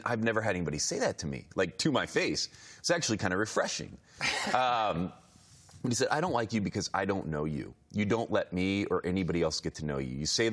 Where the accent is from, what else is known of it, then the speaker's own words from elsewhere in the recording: Indiana, United States; I had moved to Denver for my first job. had no friends in Denver. I'm from Indiana originally.